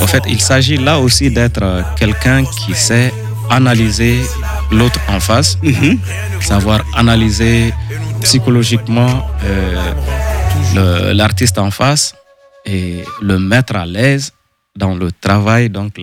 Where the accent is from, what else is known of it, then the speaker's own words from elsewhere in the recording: Diré, Tombouctou, Mali; moved away as an adult; now in Bamako, Mali; quand j'ai commencé, c'était à Diré, ma ville natale.